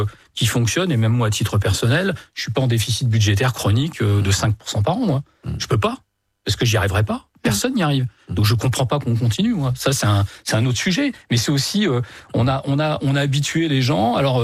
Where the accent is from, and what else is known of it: Hauts-de-France, France